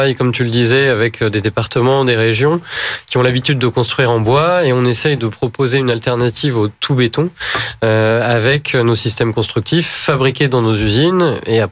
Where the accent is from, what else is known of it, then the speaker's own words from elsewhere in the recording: Orléans, Centre-Val de Loire, France; Moi, je viens d'Orléans.